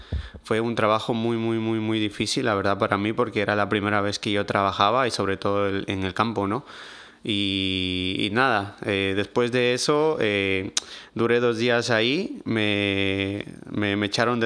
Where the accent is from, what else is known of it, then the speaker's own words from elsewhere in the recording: Ecuador; moved away; Entonces, me fui a Ecuador y la verdad que ese mes me ayudó bastante porque ya el de yo trabajar y regresar a Ecuador y ver las cosas allá, es como que me entraron otra vez las ganas de estudiar